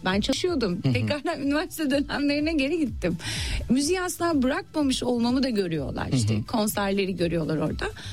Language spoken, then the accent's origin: Turkish; London, United Kingdom; Biraz daha yani ben yıllarca çok farklı bir ortamda büyüdüm. Halk evlerinde büyüdüm Londra'da.